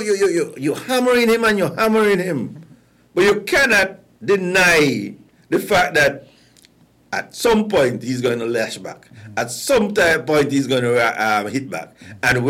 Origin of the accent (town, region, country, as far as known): St. Kitts & Nevis; moved away; also born or lived in Canada